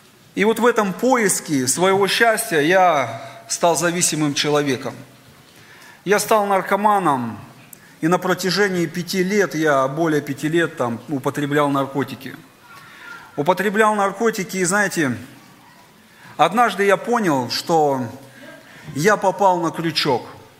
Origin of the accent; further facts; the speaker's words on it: Novosibirsk, Novosibirsk Oblast, Russia; moved away as an adult; now in Volgograd, Russia; Сам я родом из Новосибирска. Это город, это Сибирь, это такой, как столица Сибири, можно сказать, да, то есть около 20 лет я прожил там.